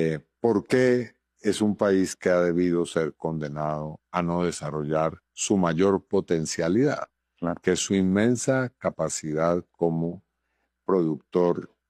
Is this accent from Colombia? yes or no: yes; Colombia